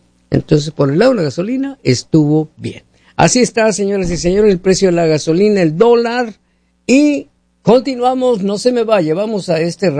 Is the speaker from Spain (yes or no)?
no; Mexico; now in Seattle, United States; allá en mi ciudad